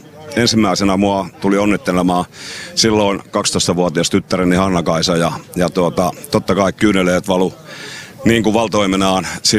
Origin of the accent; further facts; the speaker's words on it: Alavus, South Ostrobothnia, Finland; born there; also born or lived in Kuortane / Helsinki; now in Seinäjoki, Finland; mä oon syntynyt Alavudella Rantateosen kylässä puujalostustehtaan varjossa ja sieltä on muuttanut sitten Kuortaneelle vuonna 73, kun äiti kuoli